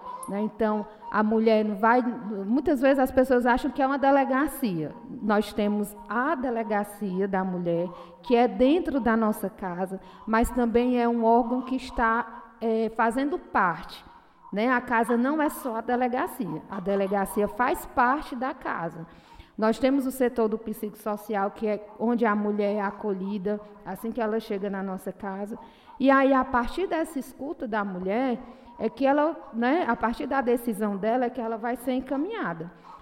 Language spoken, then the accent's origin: Portuguese; Tamboril, Ceará, Brazil; now in Crateús, Brazil; eu sou de Tamboril e estou em Crateús, né? Sou uma mulher parda, de comunidade também, né?